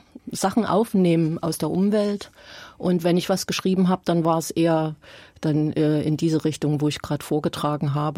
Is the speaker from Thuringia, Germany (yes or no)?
yes; Thuringia, Germany; born there; moved away; also born or lived in Ore Mountains, Saxony; Ich bin in Thüringen aufgewachsen und dann ins Erzgebirge verfrachtet worden, weil meine Mutter noch mal geheiratet hat.